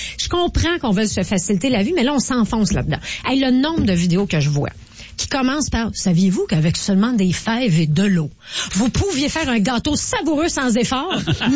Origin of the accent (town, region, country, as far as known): Montreal, Quebec, Canada